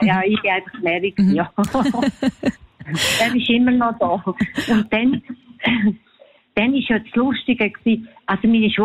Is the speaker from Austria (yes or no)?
no; Graubünden, Switzerland; Also ich komme aus dem Bündnerland, meine Eltern haben immer Papa gesagt